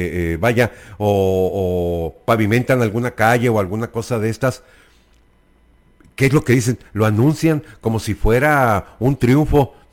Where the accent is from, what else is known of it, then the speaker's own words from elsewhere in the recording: Mexico; Todos como mexicanos aguantamos vara